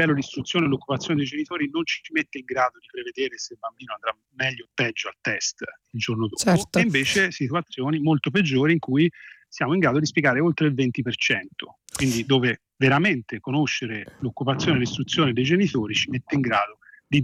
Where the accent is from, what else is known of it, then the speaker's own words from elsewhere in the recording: Florence, Tuscany, Italy; io sono diciamo insegno a Firenze, sono di Firenze